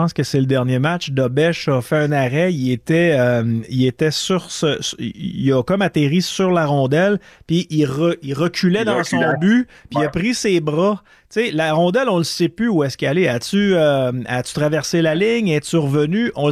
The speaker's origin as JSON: {"language": "French", "region": "Quebec", "country": "Canada", "said": "pour moi, en tant que Québécois"}